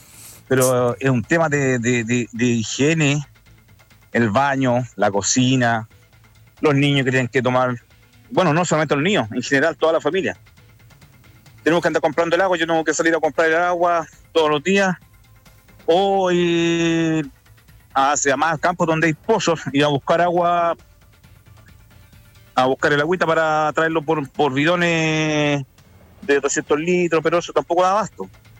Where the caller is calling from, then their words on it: Metrenco, Araucanía, Chile; Bueno, somos de acá de Madrid, o el sector de Madrid.